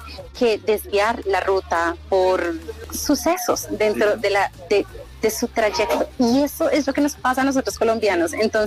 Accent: Bogotá, Colombia; Soy de Bogotá.

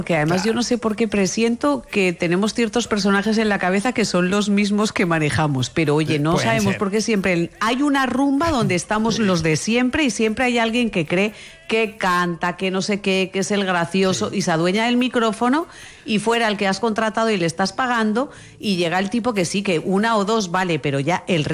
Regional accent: Basque Country, Spain; soy del norte y vasca también.

